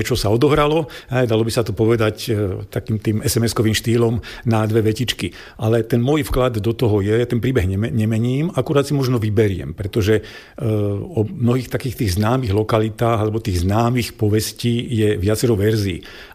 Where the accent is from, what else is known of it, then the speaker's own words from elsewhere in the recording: Brezno, Banská Bystrica Region, Slovakia; also born or lived in Zvolen; now in Sliač, Slovakia; som Hugáň, čiže narodil som sa v Brezne a v podstate celý ten svoj život som sa veľmi nepohol medzi Breznom a Zvolenom, pretože v Brezne som sa narodil, vo Zvolení som študoval, potom som vo Zvolení býval a pracoval, momentálne žijem v Sliači a pracujem v Banskej Bystrici